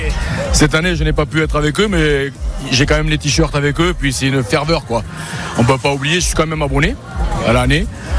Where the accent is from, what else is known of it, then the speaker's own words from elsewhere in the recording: Pau, Nouvelle-Aquitaine, France; accent: accent chantant (southwestern, Béarnais); il est mignon notre accent.